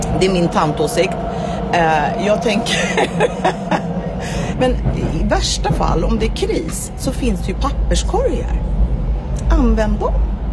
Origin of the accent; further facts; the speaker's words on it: Stockholm, Stockholm County, Sweden; Jag tycker att det är en skitsnygg låt och den representerar mig som stockholmare.